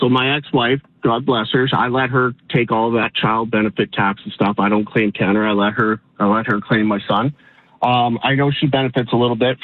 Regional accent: Nova Scotia, Canada; now in Alberta, Canada; I love Alberta. I've been here for 20 years. I'm from Nova Scotia. I love this province.

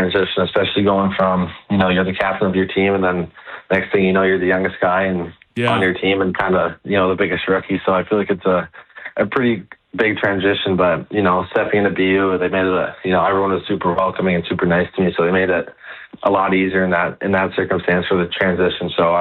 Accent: Canada; So being a Canadian kid was always, you know, that always helped out a lot

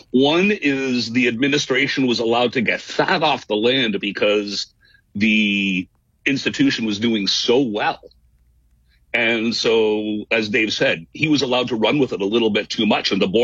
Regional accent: Ontario, Canada; Laurentian University went bankrupt, my hometown, and that was also a result of really, really bad board governance

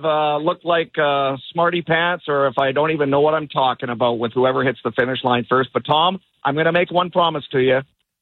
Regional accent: Canada; As a Canadian

